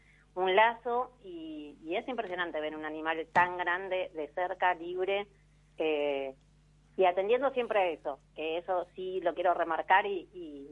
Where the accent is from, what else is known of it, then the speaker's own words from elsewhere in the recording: Puerto Pirámides, Chubut, Argentina; soy de Pirámides